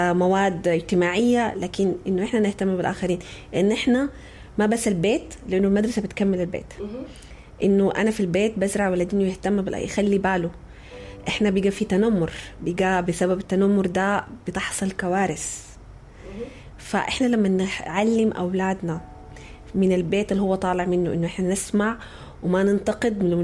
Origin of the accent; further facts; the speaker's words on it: Sudan; كثير مننا كسودانيين